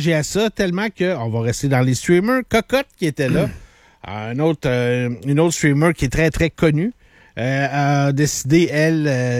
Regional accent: Saguenay, Quebec, Canada; Mais tu sais, tu comprends que je viens de Saguenay.

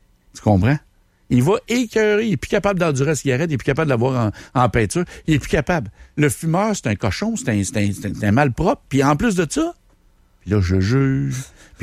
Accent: Canada

